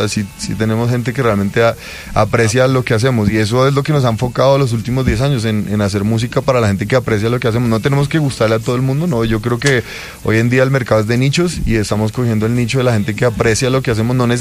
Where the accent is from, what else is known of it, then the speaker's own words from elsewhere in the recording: Colombia; No nos levantamos a escuchar vallenato, pero somos colombianos, ¿no?